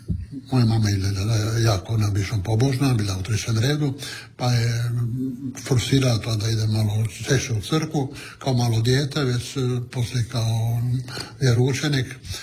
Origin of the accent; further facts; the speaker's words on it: Pula, Istria County, Croatia; first language Italian; Croatian is a second language; Mi smo u kući govorili italijanski, sada što je italijansku školu u Puli, Pučku, u centru Dante Alighieri